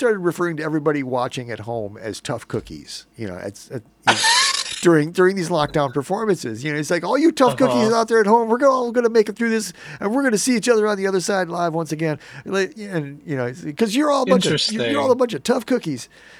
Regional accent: Binghamton, New York, United States; I said, I come up from Binghamton.

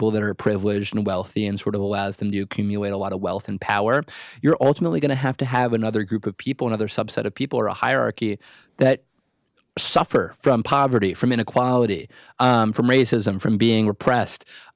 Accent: Ithaca, New York, United States; As someone who's actually from Ithaca, I think I also maybe can speak to this a little bit more. I grew up in Ithaca. I was born and raised there.

